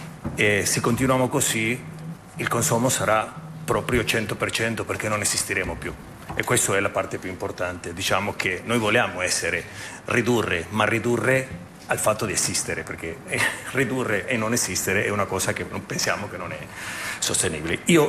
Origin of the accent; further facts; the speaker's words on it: Brazil; vengo dal Brasile, conosco molto i numeri del Brasile